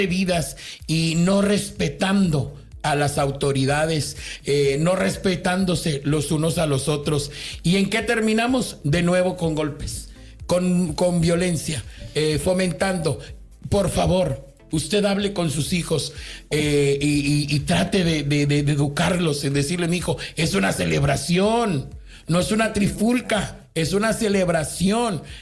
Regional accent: San Antonio, Texas, United States; nos emocionó porque somos de San Antonio, porque somos de esta tierra.

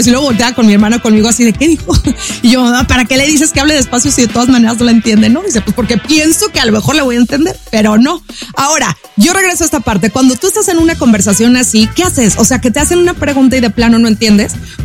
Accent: Mazatlán, Sinaloa, Mexico; trabajamos justo allá en Mazatlán, Sinaloa, de donde yo soy

